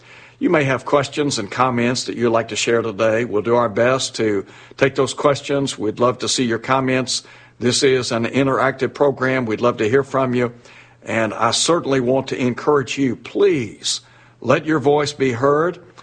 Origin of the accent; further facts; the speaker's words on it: United States; we're still American people. We are citizens in this country.